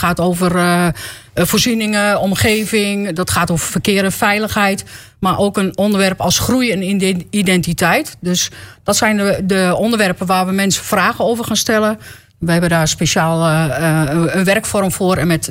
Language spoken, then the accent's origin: Dutch; Netherlands; moved away as an adult; now in Marknesse, Netherlands; Want ik kom uit Lubbelgeest. Maar toen ik 21 was getrouwd en ben ik in Mark Nessen terechtgekomen. En daar altijd gesport, gewerkt.